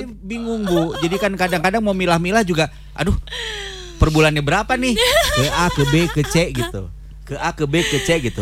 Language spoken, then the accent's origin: Indonesian; Bandung, West Java, Indonesia; Karena saya adalah orang Bandung asli